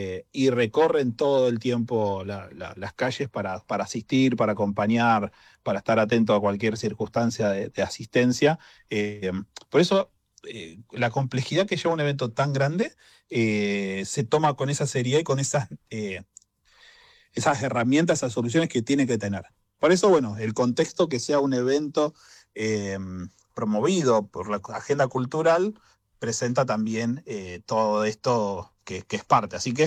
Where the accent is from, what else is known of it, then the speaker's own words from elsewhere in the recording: Azul, Buenos Aires Province, Argentina; born there; now in Buenos Aires, Argentina; yo nací en Azul, soy del interior también